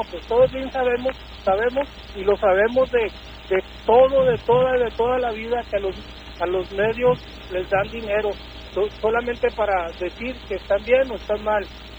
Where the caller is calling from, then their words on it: Ciudad Juárez, Chihuahua, Mexico; Soy de Juárez